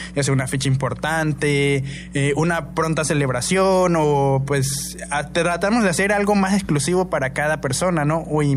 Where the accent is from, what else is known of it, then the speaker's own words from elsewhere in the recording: Mexico; somos aquí emprendedores mexicanos